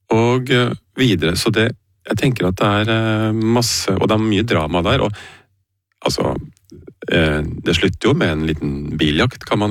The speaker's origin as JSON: {"language": "Norwegian", "region": "Oslo", "country": "Norway", "said": "Jeg kom fra Bolteløkka, fineste plassen på jord."}